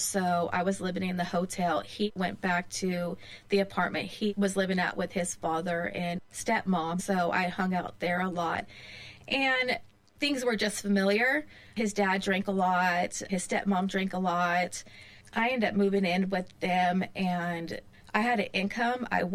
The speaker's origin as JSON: {"language": "English", "town": "Hayward", "region": "California", "country": "United States", "lives_now": "Modesto, United States", "said": "because I came from Hayward, right?"}